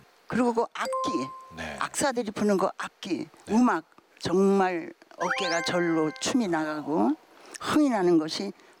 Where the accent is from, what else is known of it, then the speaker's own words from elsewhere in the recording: Sariwon, North Hwanghae, North Korea; 그 황해도 사리원 경암산 앞에 그 어릴 때 거기서 그 놀면서 자라면서 거기서 춤을 췄기 때문에 네.